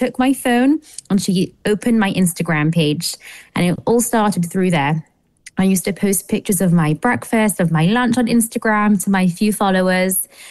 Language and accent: English; London, United Kingdom; moved away; I'm from London originally, and the schooling's a little different.